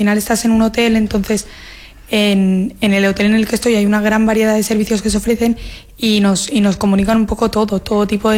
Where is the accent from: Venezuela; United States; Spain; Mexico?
Spain; Ibiza, Balearic Islands; yo por suerte soy de aquí, de Ibiza